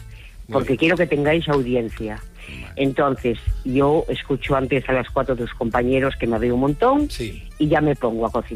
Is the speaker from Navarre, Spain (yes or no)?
no; Oviedo, Asturias, Spain; Soy de Oviedo, mira, a mí me pone cocinar.